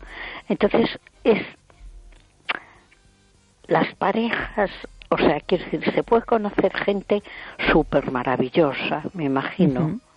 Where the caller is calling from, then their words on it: A Coruña, Galicia, Spain; de Coruña.